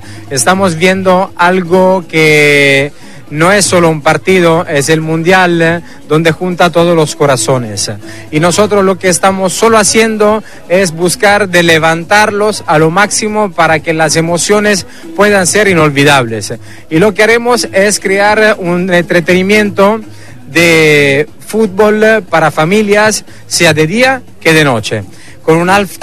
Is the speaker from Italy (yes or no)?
yes; Italy; now in Mexico; yo como buen italiano soy amante del fútbol